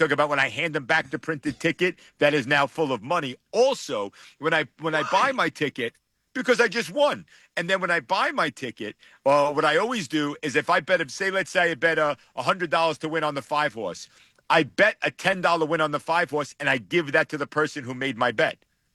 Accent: Brooklyn, New York, United States; Wendy, I'm from Brooklyn, Staten Island. We tipped the toll booth collector.

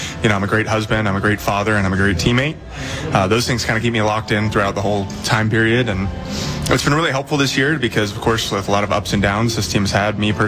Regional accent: Seattle, Washington, United States; born there; moved away; And so it'll be my first time playing against my hometown team. And so I grew up being a Mariners fan.

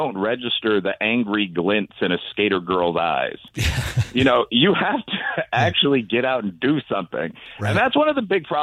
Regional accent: Chicago, Illinois, United States; as a Chicagoan, I'm required to hate it.

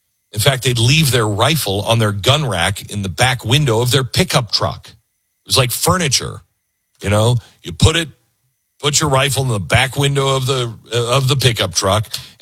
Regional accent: Mount Vernon, Washington, United States; I grew up in Mount Vernon, Washington's about, I don't know, 70 miles north of Seattle. And it wasn't weird at that time. It was normal.

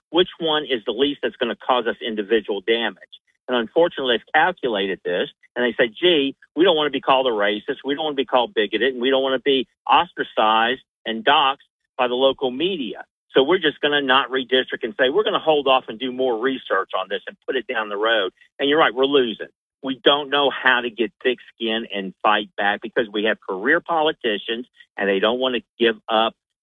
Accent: Georgia, United States; my state, my home state of Georgia.

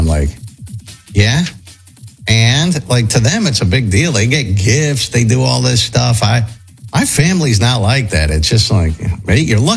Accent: West Coast, United States; Growing up on the West Coast, never heard of Juneteenth, not once.

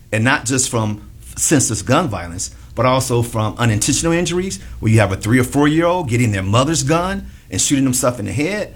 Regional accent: Gary, Indiana, United States; where I grew up at in Gary

